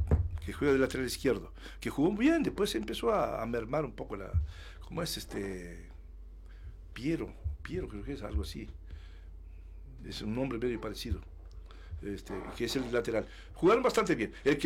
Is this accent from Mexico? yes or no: no; Uruguay; es lo mismo que acá en Uruguay